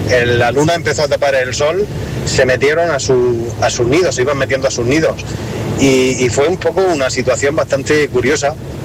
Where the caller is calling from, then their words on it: Murcia, Region of Murcia, Spain; nosotros somos una familia de Murcia que vinimos a la zona de Chiva a ver el eclipse